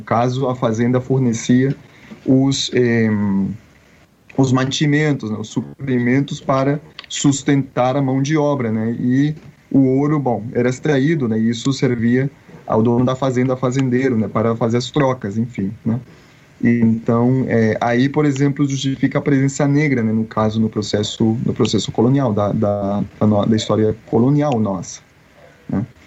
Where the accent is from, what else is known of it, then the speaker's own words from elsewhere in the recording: Cali, Valle del Cauca, Colombia; Portuguese is a second language; Cali, por exemplo, a cidade onde eu moro, de onde eu sou, é a segunda cidade negra da América Latina, depois de Salvador.